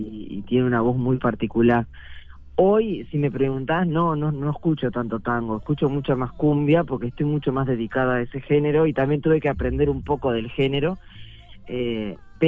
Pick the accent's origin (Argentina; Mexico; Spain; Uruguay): Uruguay; Montevideo; born there; now in Minas, Uruguay; yo soy de Montevideo, nací en Sayago, pero vivo en Minas hace ya casi 17 años que me vine.